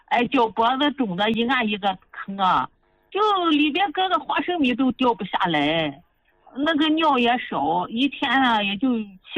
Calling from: Shandong, China; 哎，我是山东的。

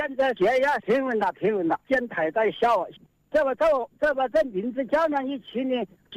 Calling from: Tianmen, Hubei, China; 我是天门楼市的，我河南的

